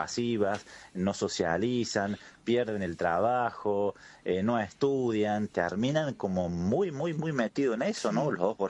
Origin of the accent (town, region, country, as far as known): Argentina